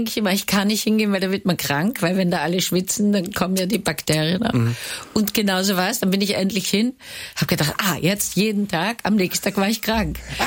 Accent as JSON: {"language": "German", "region": "Vienna", "country": "Austria", "moved": "yes", "lives_now": "Hamburg, Germany", "said": "Und als Wienerin bin ich ja Traditionalistin, vor allem was die Gebäude angeht."}